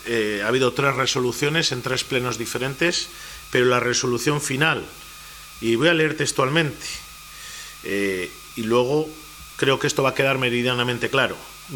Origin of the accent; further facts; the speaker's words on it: Laredo, Cantabria, Spain; Todos somos de Laredo.